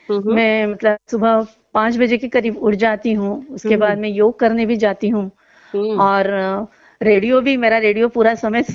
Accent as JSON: {"language": "Hindi", "town": "Khandwa", "region": "Madhya Pradesh", "country": "India", "tie": "born or raised there", "also_born_or_lived": "Ujjain", "said": "मेरा जन्म महाकाल की नगरी उज्जैन में हुआ था और मेरा बचपन यही खंडवा में ही बीता है और मेरा शैक्षणिक सफर भी पूरा खंडवा था कि मेरा विवाह भी खंडवा में ही हुआ है।"}